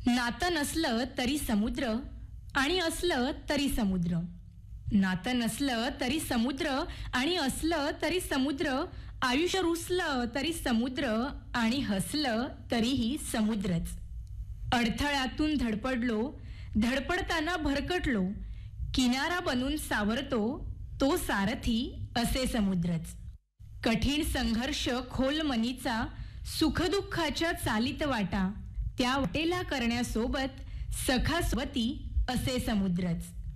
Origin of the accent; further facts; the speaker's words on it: Devgad, Maharashtra, India; now in Mumbai, India; मी मूळची देवगडची आहे.